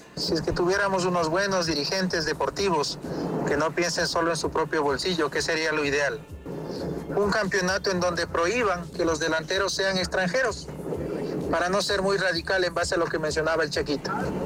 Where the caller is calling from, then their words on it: Ecuador